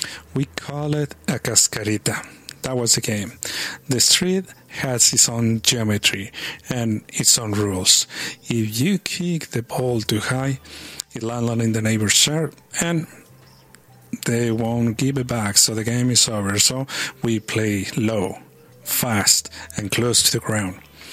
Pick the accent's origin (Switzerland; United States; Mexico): Mexico; Growing up in Mexico, soccer didn't happen in a stadium. It happened on the street with the neighbor kids.